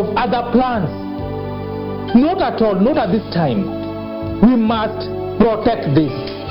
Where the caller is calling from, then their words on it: São Paulo, Brazil; And now I have informed my colleagues back at Kenya, because I'm calling from Sao Paulo, Brazil, that we must defend this.